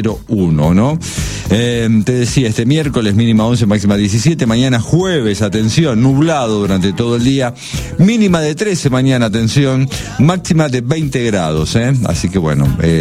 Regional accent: Argentina; porque somos argentinos

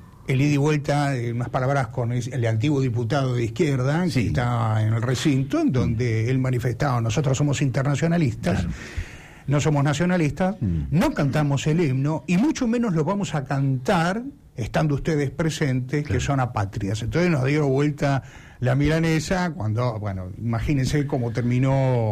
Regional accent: Argentina; es un deber de cada uno de nosotros como ciudadanos argentinos.

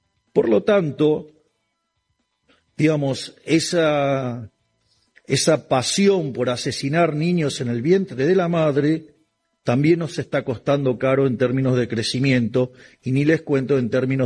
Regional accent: Argentina; Si como argentinos admiramos tanto a Borges, ¿por qué no tratamos de pensar como Borges, de llevar estas ideas al extremo, a ver qué dan?

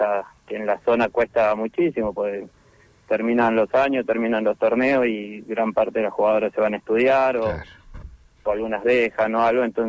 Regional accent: Córdoba, Argentina; No, soy de Córdoba Capital.

